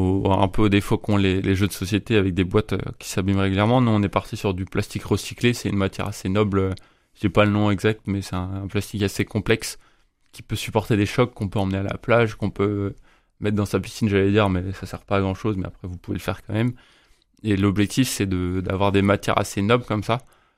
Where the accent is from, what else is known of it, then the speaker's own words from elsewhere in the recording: Brittany, France; moved away as an adult; now in Rennes, France; Entre les Côtes d'Armor et l'Ille-et-Vilaine. C'est-à-dire que j'ai grandi dans les Côtes d'Armor et maintenant j'ai fait mes études en Ille-et-Vilaine, enfin à Rennes.